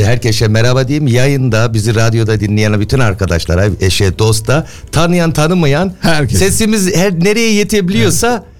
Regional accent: Hamburg, Germany; 47 yaşındayım. Hamburg'da doğdum. Doğma büyüme buradayım.

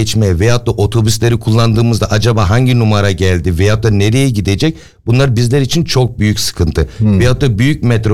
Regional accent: Hamburg, Germany; 47 yaşındayım. Hamburg'da doğdum. Doğma büyüme buradayım.

